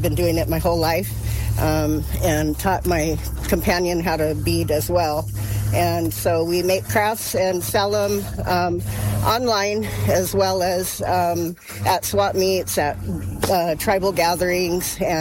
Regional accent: Santa Ynez, California, United States; I'm from the Chumash and Kuya tribes of Southern California from San Ynez Reservation.

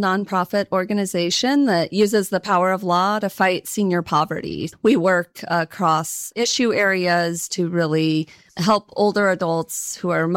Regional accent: Cheyenne, Wyoming, United States; So I grew up in Wyoming. My parents moved there in the 1970s because they were public school teachers. And Wyoming had a good education program. I was born and raised in Cheyenne.

